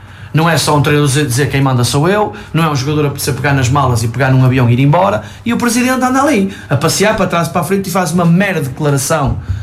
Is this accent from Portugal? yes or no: yes; Portugal